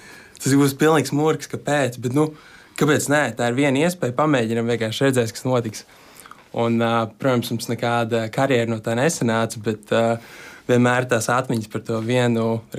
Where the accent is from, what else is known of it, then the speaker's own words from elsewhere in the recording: Riga, Latvia; Mans mājas, tas ir, no kurienes es nāku, un es vienmēr šiem braucu atpakaļ, mēs abi ar sievas no šeienes, no Rīgas.